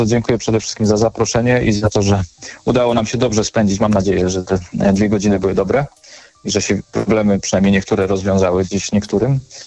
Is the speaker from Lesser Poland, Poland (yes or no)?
yes; Kraków, Lesser Poland, Poland; U nas w Krakowie